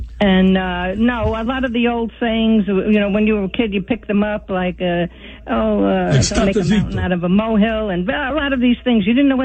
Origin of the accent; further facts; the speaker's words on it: Brooklyn, New York, United States; Well, I grew up in Brooklyn, New York.